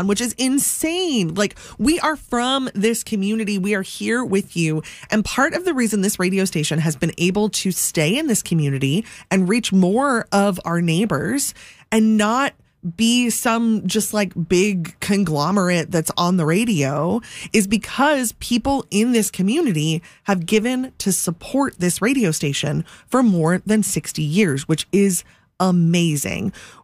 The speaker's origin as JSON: {"language": "English", "area": "Anne Arundel County", "region": "Maryland", "country": "United States", "tie": "born or raised there", "said": "we live here. You know, like, we're from here. I went to Old Mill High School. Like, I grew up in Anne Arundel County."}